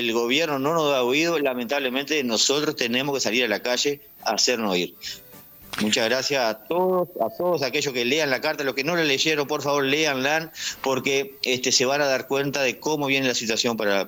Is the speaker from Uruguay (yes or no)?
yes; Uruguay; nosotros como uruguayos tenemos que pelear por este país